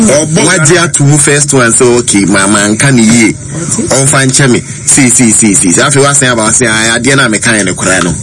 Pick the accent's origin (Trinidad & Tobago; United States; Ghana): Ghana; I blame as Ghanaian